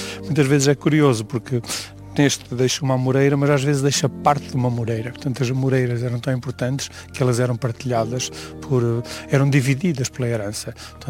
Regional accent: Picote, Norte, Portugal; costumo dizer sempre Picute, porque é isso, digamos que é a primeira palavra que me vem à mente quando me dizem, de onde é que és? Sou de Picute, sou de aqui. Portanto, Picote é um aportuguesamento, digamos, da palavra.

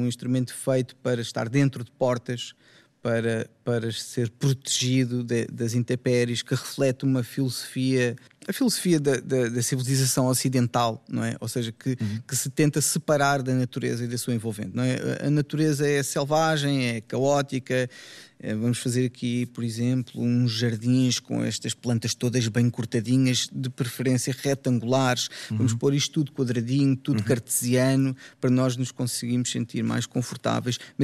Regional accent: Portugal; born there; eu nasci na Europa, no caso em Portugal

